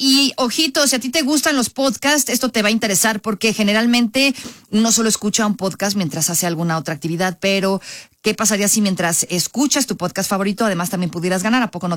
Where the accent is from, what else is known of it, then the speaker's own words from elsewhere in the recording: Mexico; Hablaremos de lo que nuestras reacciones dicen en nosotros como personas individuales, como mexicanos.